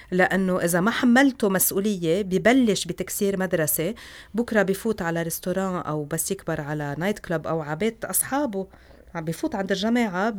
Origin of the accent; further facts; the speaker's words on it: Lebanon; نحن كلبنانيه